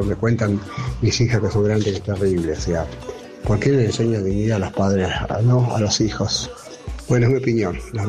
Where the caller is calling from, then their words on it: Mar del Plata, Buenos Aires Province, Argentina; de Mar del Plata, 64 años